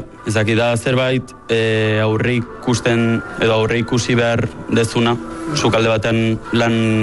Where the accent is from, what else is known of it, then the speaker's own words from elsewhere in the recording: Lasarte-Oria, Basque Country, Spain; Ni Lasartetik.